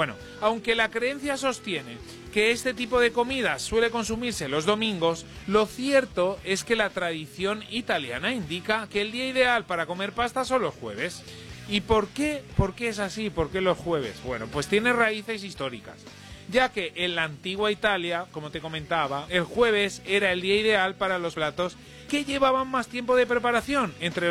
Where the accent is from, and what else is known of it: Spain; now in Paraguay